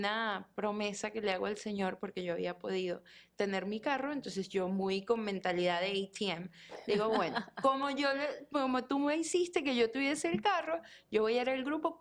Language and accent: Spanish; Venezuela; moved away; como mencionaste, soy venezolana. Llegué a este país hace 12 años